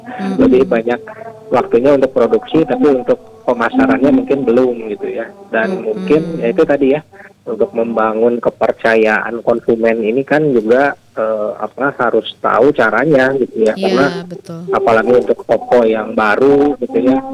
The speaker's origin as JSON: {"language": "Indonesian", "town": "Bandung", "region": "West Java", "country": "Indonesia", "said": "Kadang-kadang kita orang Bandungnya sendiri malah ketinggalan gitu"}